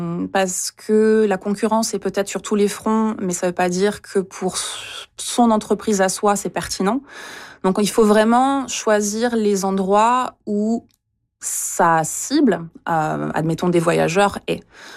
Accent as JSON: {"language": "French", "region": "Quebec", "country": "Canada", "said": "Je suis quelqu'un du Québec qui habite ici. J'apprécie énormément de pouvoir célébrer ma propre culture dans ma région, sans aller au Québec."}